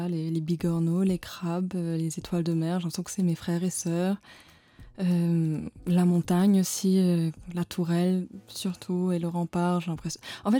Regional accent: Tamarin, Black River, Mauritius; also born or lived in Germany; moi, j'ai grandi beaucoup, j'ai l'impression vraiment... là où j'habite en fait et quand on est jeune j'habite, j'ai l'impression que ma vie était entre là où j'habite à Tamarin

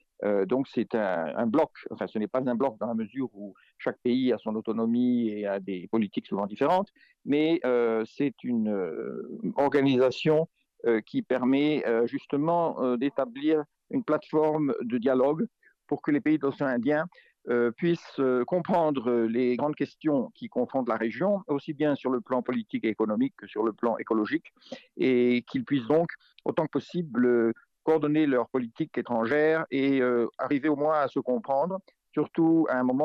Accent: France; now in India; En fait, je suis français, mais j'ai vécu dans de nombreux pays et surtout en Inde. Je suis basé en Inde depuis plus de 20 ans.

